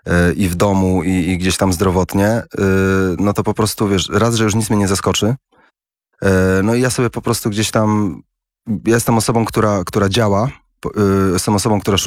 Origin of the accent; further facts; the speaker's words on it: Poznań, Greater Poland Voivodeship, Poland; moved away; also born or lived in England; ja pochodzę z Poznania